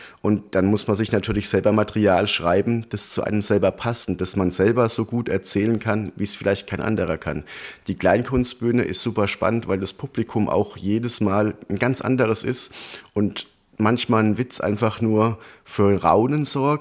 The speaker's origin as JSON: {"language": "German", "town": "Schneeberg", "region": "Bavaria", "country": "Germany", "tie": "born or raised there", "said": "ich bin ebenfalls aus der Ecke. Tatsächlich. Also die Lena und ich, wir sind beide aus Schneeberg. Das ist wirklich schon Rand Bayern. Also wir können nach Baden-Württemberg laufen und mit dem Fahrrad nach Hessen fahren."}